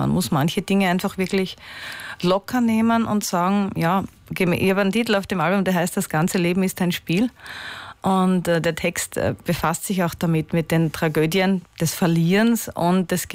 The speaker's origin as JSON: {"language": "German", "country": "Austria"}